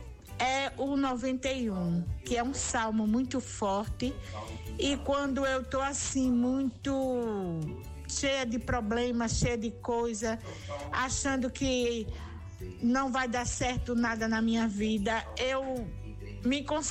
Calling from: Matriz de Camaragibe, Alagoas, Brazil; De Matriz, de Camaragibe, Alagoas.

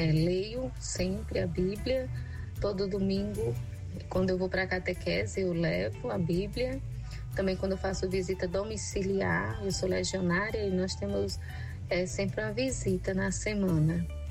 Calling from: Casa Nova, Bahia, Brazil; eu moro em Casanova, Bahia.

